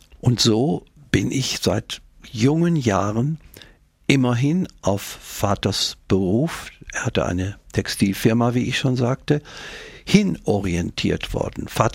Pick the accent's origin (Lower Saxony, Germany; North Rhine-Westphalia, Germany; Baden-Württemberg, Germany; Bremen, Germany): North Rhine-Westphalia, Germany; born there; Ich wurde 1937 in Westfalen geboren.